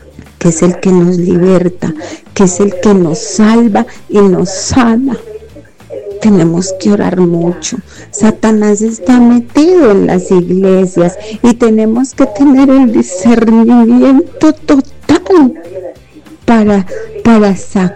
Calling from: Colombia

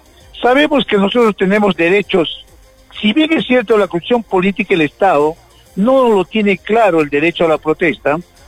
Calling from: Peru

